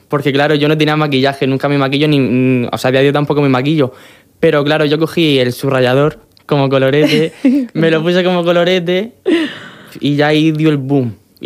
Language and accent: Spanish; Murcia, Region of Murcia, Spain; yo soy de Murcia.